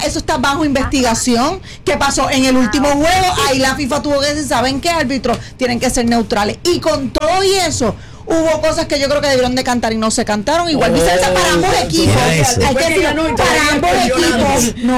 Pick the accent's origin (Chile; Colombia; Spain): Spain; Habemos españoles que sí, que somos a favor de Trump.